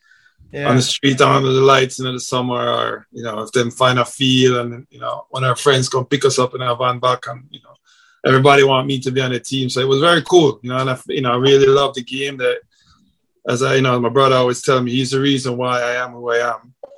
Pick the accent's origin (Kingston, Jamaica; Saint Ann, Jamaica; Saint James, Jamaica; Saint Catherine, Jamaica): Kingston, Jamaica; Yeah, I grew up in Kingston, Jamaica, with, you know, a big family. I'm a family-oriented person. So I grew up in Jamaica. I lived in Kingston, as I said.